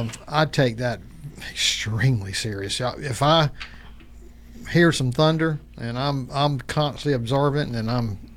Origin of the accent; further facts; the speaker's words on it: Florida, United States; Growing up on Lake Talquin